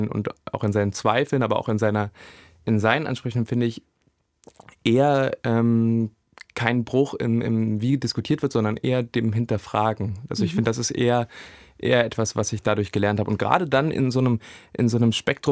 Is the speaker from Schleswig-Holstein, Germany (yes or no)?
no; Saxony-Anhalt, Germany; Ich meine, ich komme aus Sachsen-Anhalt